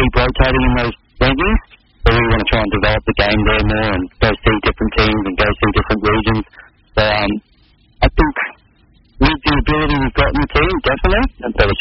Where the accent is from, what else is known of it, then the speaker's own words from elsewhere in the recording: Mackay, Queensland, Australia; I'm a kid from Mackay, and all of a sudden I was playing in Madrid, the game I've loved since I was 9 years old.